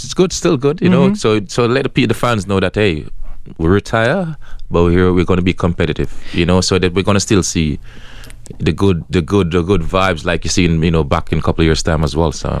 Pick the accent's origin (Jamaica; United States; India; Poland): Jamaica; But being a Jamaican, you know, it's just part of my culture. We are very laid back.